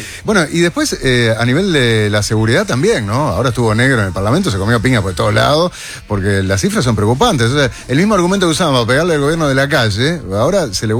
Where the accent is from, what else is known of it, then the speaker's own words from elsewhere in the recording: Uruguay; Conociendo si, el paño, como claro, somos los uruguayos, si se llega a demorar más.